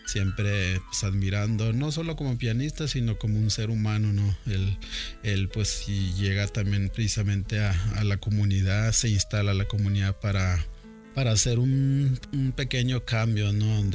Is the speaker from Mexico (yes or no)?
yes; Retosachi, Chihuahua, Mexico; Soy de Retosachi, en Batopilas, 12 horas más o menos desde la capital, aquí en Chihuahua. Estuve ahí en la comunidad con mis papás hasta los 12 años